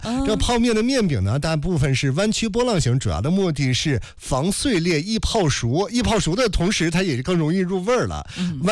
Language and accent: Chinese; Hebei, China; 咱们老家